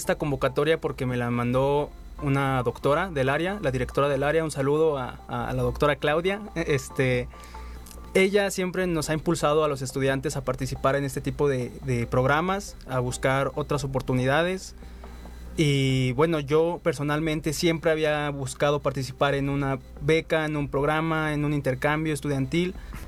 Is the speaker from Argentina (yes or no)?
no; Mexico; somos mexicanos.